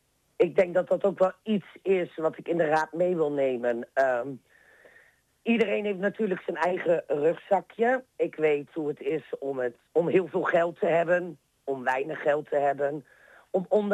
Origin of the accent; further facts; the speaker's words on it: Wapenveld, Gelderland, Netherlands; moved away; also born or lived in The Hague; Ik ben een echte padder. Geboren en getogen in Wapenveld.